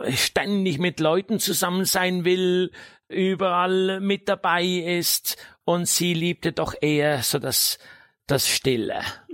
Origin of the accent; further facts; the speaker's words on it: Switzerland; now in Germany; Ich kann wirklich aufrichtig sagen, als Schweizer, ich liebe Deutschland.